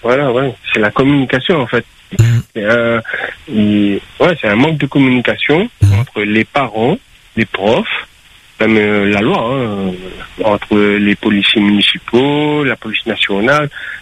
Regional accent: Réunion, France; moved away as an adult; Moi, je me rappelle, quand je suis parti de La Réunion, j'ai fait mon contingent 88-89.

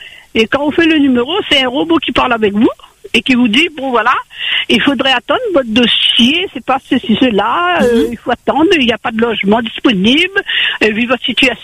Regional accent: Saint-Paul, Réunion; born there; Moi, je suis née à Saint-Paul.

